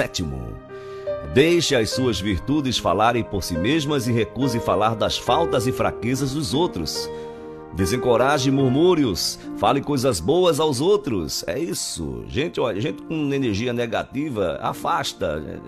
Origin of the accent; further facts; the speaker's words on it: Pernambuco, Brazil; also born or lived in João Pessoa; eu sou de Pernambuco